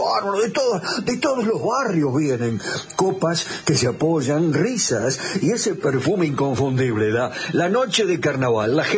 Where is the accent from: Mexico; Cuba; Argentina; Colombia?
Argentina; Flores, Buenos Aires; ¿Sos de acá? Sí, sí, soy de Flores.